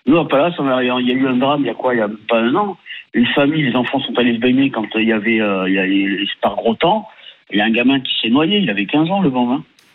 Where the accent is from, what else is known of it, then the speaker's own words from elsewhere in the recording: Palavas, Occitanie, France; Ouais, mais moi, j'ai grandi à Palavas et chaque année, dès qu'il commence à faire beau, on a des gens qui...